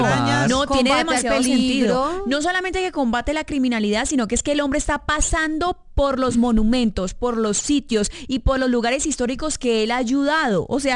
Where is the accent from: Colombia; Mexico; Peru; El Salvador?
Colombia